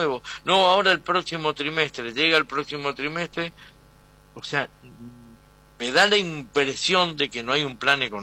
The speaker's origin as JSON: {"language": "Spanish", "country": "Argentina", "said": "no solo como argentino, sino como comerciante."}